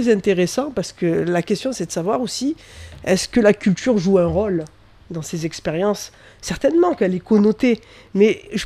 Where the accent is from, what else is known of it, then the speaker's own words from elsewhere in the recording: Tunisia; Je suis tunisienne, j'ai la double nationalité.